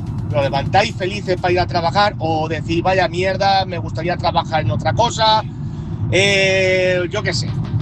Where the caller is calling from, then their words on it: Castilla-La Mancha, Spain; aquí de la Mancha, Manchega.